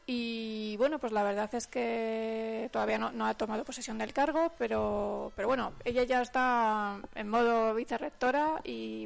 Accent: Madrid, Community of Madrid, Spain; Como si fueras del pueblo de Madrid, pues yo le llamo pueblo.

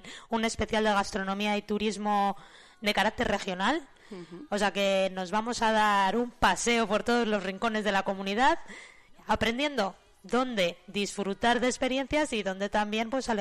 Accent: Vinuesa, Castile and León, Spain; mi tierra, con Pinares, con Vinuesa.

